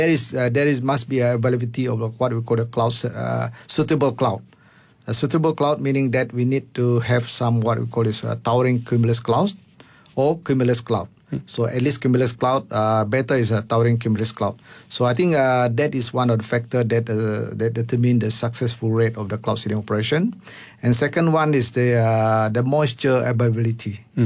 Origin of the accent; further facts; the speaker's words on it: Sarawak, Malaysia; I come from Sarawak